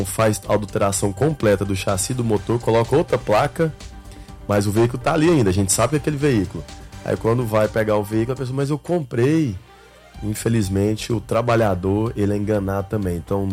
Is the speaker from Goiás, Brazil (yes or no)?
yes; Goiânia, Goiás, Brazil; now in Fortaleza, Brazil; lá em Goiânia, por exemplo, onde nós temos operação também, que é a minha terra.